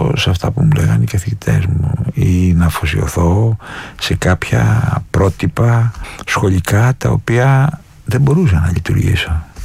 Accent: Athens, Attica, Greece; born there; Γεννήθηκα στην Αθήνα, αλλά κατάγομαι από την Πελοπόννησο, από ένα χωριό κοντά στην Ολυμπία που λέγεται Αλφιούσα.

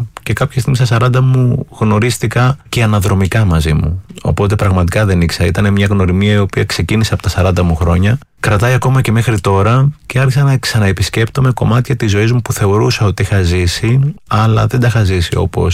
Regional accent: Athens, Attica, Greece; Γεννήθηκα στην Αθήνα. Οι γονείς μου καταγόνται από τη Χίο. Μεγάλωσα στην Αθήνα.

